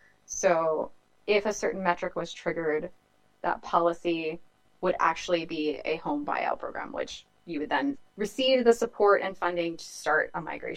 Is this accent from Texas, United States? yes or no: no; New Orleans, Louisiana, United States; So I'm from the Greater New Orleans area. I was a kid of Katrina.